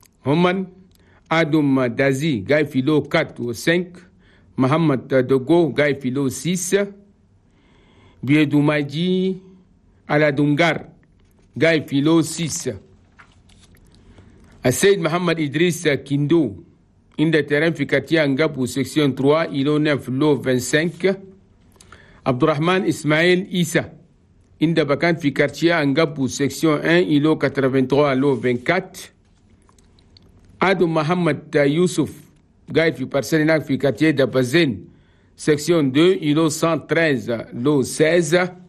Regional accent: Chad; في بلدنا تشاد. نبدأ لكم بلغتنا اليوم.

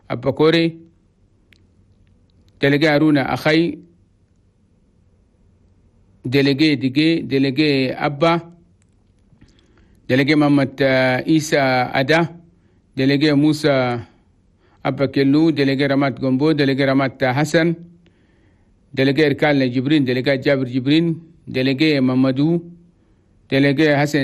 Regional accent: Chad; وخاصة في صباحنا بلدنا تشاد، نقول لكم مساء الخير من الإذاعة الوطنية

